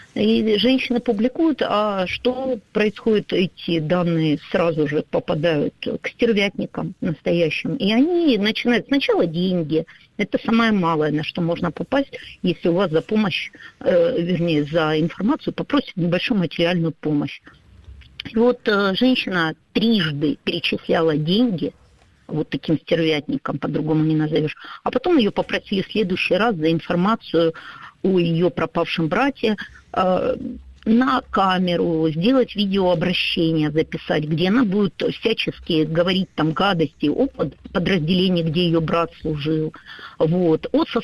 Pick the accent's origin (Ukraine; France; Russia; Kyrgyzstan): Ukraine; Donetsk, Donetsk Oblast; Ну, потому что, наверное, вот, кроме того, я еще из Донецка и очень часто сталкиваюсь с тем, что мне в соцсетях пишут знакомые, апеллируя к тому, что я журналист.